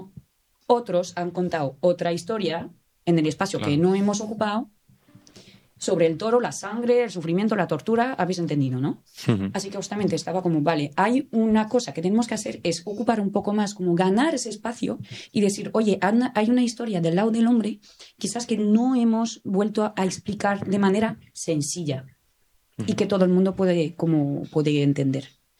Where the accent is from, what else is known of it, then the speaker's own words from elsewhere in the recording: Nîmes, Occitania, France; Spanish is a second language; moved away as an adult; also born or lived in Paris; soy de Nimes, de Francia. Así que ya te explica como la mayor parte de la respuesta, ¿no? Pero diría en una familia súper aficionada de Nimes.